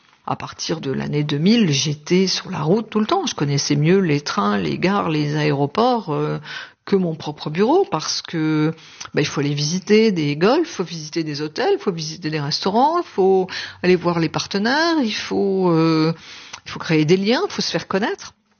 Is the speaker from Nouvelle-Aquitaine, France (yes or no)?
no; Lille, Hauts-de-France, France; born there; also born or lived in Paris; Je suis née à Lille, dans le Nord, capitale des Flandres.